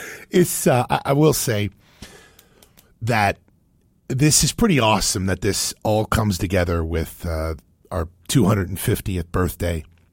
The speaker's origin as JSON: {"language": "English", "town": "Cincinnati", "region": "Ohio", "country": "United States", "tie": "born or raised there", "said": "Where I grew up in Cincinnati"}